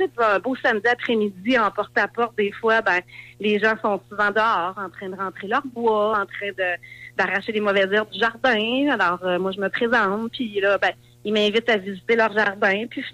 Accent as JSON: {"language": "French", "town": "Rivière-du-Loup", "region": "Quebec", "country": "Canada", "tie": "born or raised there", "also_born_or_lived": "Cabano, Témiscouata", "said": "Je suis née à Rivière-du-Loup. J'ai vécu à Rivière-du-Loup. Ma famille vient d'ici."}